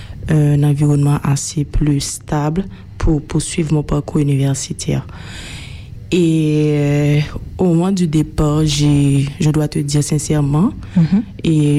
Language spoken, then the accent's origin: French; Haiti; moved away as an adult; now in Orléans, France; Je suis étudiante en droit à l'Université d'Orléans et je suis originaire d'Haïti.